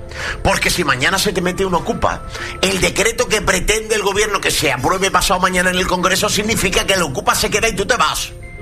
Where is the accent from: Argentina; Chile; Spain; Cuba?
Spain; Qué vergüenza como español que esto...